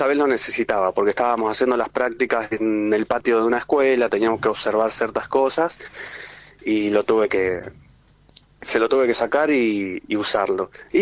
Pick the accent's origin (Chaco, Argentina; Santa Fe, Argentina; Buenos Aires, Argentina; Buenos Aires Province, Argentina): Santa Fe, Argentina; Rosario; now in El Bolsón, Argentina; Yo originariamente soy de Rosario, de la ciudad de Rosario, pero hace ya unos años estoy viviendo en Bolsón.